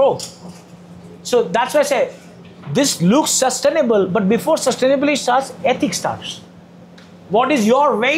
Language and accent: English; Kolkata, West Bengal, India; moved away as an adult; also born or lived in Trivandrum / Delhi; I was born in Calcutta as a Punjabi kid, living on Bengali food and Calcutta chaat cultures.